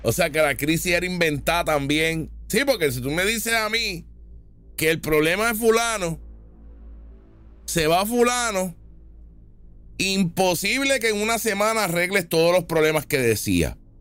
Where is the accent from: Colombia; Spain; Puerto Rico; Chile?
Puerto Rico; Al boricua lo tratan muy bien en todos sus países. Y tiene que ver porque somos americanos.